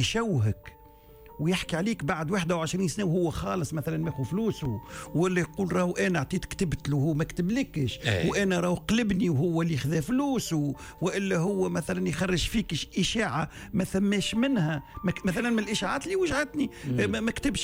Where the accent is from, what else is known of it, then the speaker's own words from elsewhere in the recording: Tunisia; والتونس احنا شنو تي شعب صغير 12 مليون احنا